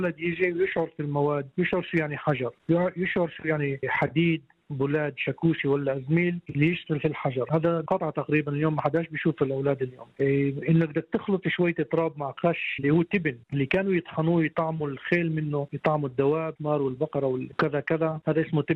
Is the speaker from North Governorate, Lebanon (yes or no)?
no; Yanouh, South Governorate, Lebanon; وأنا من قرية ينوح مواليد 71 في ينوح.